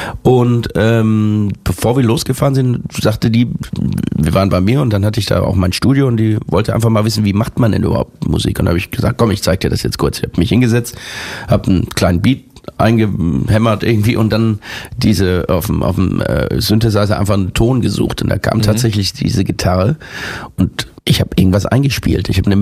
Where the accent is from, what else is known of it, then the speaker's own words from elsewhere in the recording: Germany; Wenn ich als Deutscher englische Texte schreibe, dann empfinde ich das immer, dann hört man, dass das irgendwie so ein Deutscher geschrieben hat.